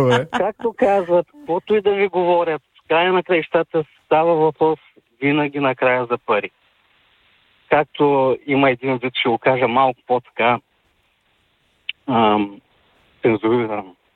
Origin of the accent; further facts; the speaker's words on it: Varna, Varna Province, Bulgaria; от Варна.